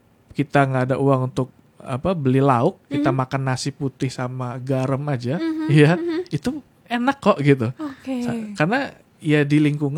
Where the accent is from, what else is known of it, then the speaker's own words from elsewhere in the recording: West Sumatra, Indonesia; kita sebagai anak Minang, ya kita harus punya sikap, punya karakter, dan kita bisa membaur, beradaptasi.